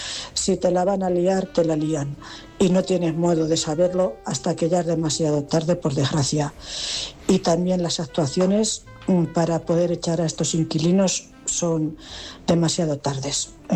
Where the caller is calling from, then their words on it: Cuenca, Castilla-La Mancha, Spain; Buenas noches … de Cuenca.